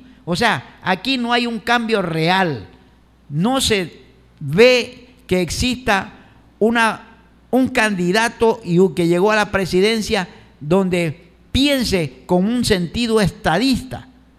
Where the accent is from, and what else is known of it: Ecuador